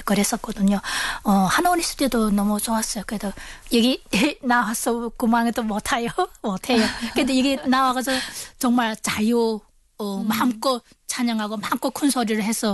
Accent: Chongjin, North Hamgyong, North Korea; now in South Korea; 남한 정착한 지 2개월 된 함경북도에서 온

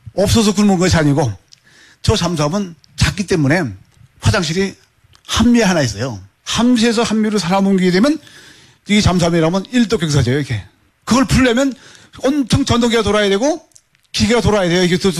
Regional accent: North Korea; now in South Korea; 난 북한 놈 맞아.

